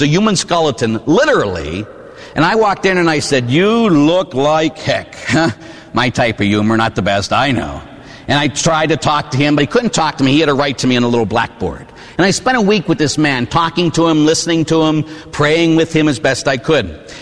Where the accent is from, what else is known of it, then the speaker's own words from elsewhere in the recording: Pittsburgh, Pennsylvania, United States; I grew up in Pittsburgh, huh?